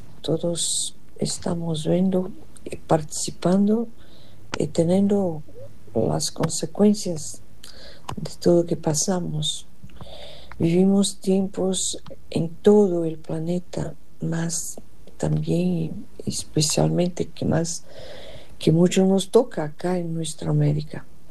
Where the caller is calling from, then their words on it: São Paulo, Brazil; de São Paulo, Brasil.